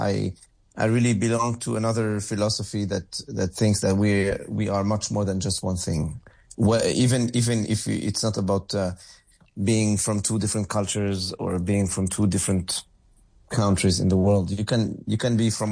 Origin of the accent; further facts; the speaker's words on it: Lebanon; now in Europe; I come from Lebanon and I live in Europe or anything like that.